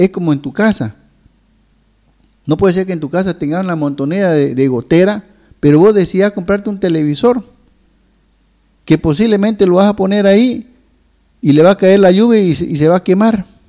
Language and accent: Spanish; eastern lowlands, Bolivia